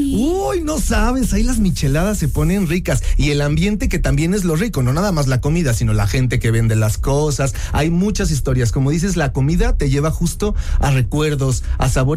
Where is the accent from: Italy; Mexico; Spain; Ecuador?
Mexico